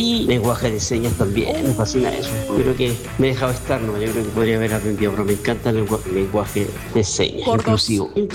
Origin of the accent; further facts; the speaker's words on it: Coquimbo, Chile; Yo soy de Coquimbo, pero estoy en otra región. Un abrazo a mi coterrano de Coquimbo